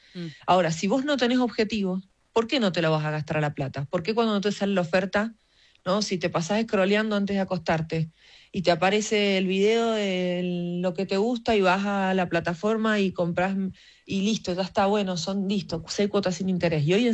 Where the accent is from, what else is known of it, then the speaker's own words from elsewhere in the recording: Mendoza, Argentina; Disfruto Mendoza, soy mendocina